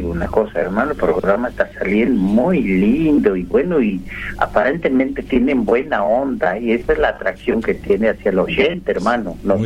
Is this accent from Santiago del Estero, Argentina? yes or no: yes; Campo Gallo, Santiago del Estero, Argentina; Yo soy de Campo Gallo, departamento Alberdi, Santiago del Estero. Hablo en quichua, haciendo quichua, Chango.